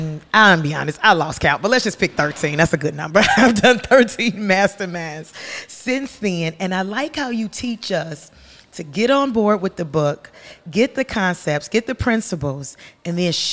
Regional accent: Chicago, Illinois, United States; Now, listen, I'm from Chicago, and which they had nothing to do with it, but I'm from Chicago, and I'm finna blame it on grieving

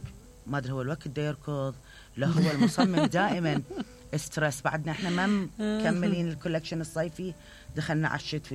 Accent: Iraq; خلينا نقول أنا كعراقية وبراندي عراقي.

